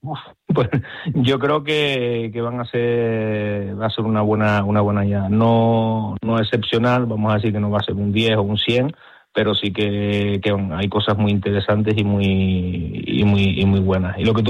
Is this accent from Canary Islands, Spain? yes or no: yes; Tenerife, Canary Islands, Spain; Bueno, pues yo soy de Tenerife. Yo siempre he estado aquí en Tenerife, estudié química orgánica en la Universidad de La Laguna y mi padre tiene un restaurante en Santa Cruz